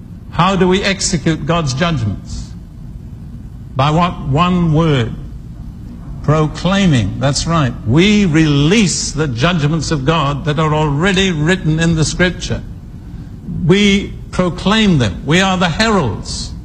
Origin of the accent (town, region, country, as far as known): United Kingdom